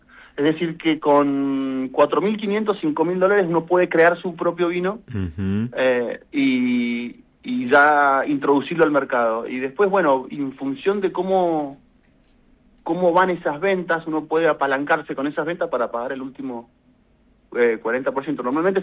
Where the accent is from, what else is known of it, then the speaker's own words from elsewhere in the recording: Mendoza, Argentina; Bueno, siendo mendocino, uno tampoco está tan lejos de eso, ¿no?